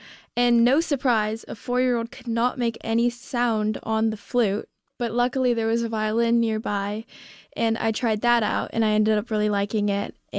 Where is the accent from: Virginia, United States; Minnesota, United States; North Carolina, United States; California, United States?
California, United States; South Pasadena; I am from South Pasadena, California, and I play the violin.